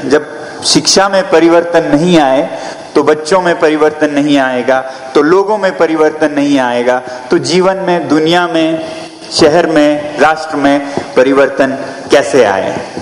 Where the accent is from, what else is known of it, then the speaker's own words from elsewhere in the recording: Ladakh, India; हम सुदूर पश्चिम हिमालय से हैं, लद्दाख फार वेस्टर्न एंड